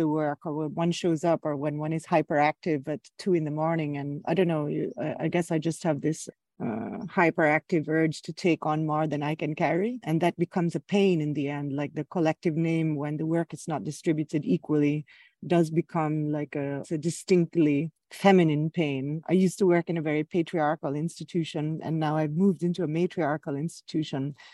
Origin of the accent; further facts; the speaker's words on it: Philippines; growing up in the Philippines